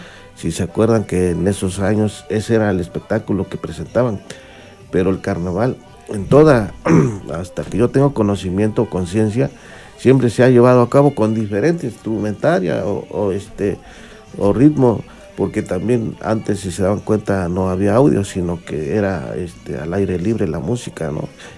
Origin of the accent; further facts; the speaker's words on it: Puebla, Mexico; somos de San Jerónimo